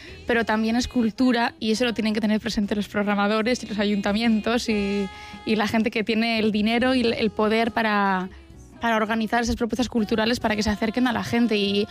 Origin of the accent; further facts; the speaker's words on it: Durango, Basque Country, Spain; la semana que viene toco en mi pueblo, en la programación de verano de mi pueblo, y me hace pues muchísima ilusión. Sí, sí, en Durango.